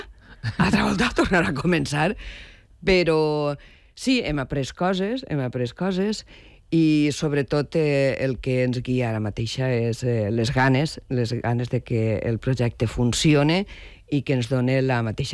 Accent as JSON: {"language": "Catalan", "town": "Alcoy", "region": "Valencian Community", "country": "Spain", "said": "i jo, que sóc d'Alcoi."}